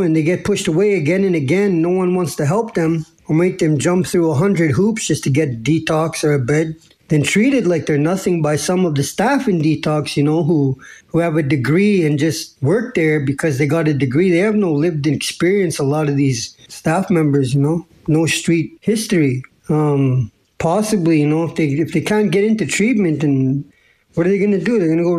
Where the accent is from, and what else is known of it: Canada